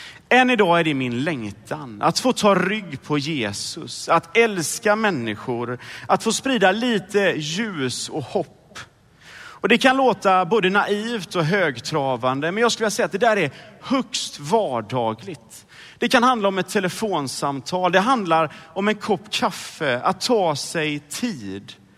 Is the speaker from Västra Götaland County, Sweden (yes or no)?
yes; Sydkoster, Västra Götaland County, Sweden; Jag skulle ha ansvar för mejeriavdelningen hemma på Sydkoster på affären.